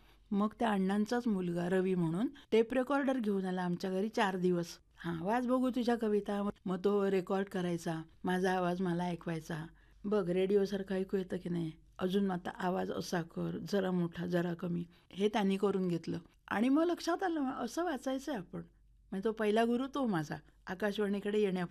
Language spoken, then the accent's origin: Marathi; Devgad, Maharashtra, India; moved away; जसं माझं देवगड माहेर आहे तसं आकाशवाणी रत्नागिरी माझं माहेर आहे.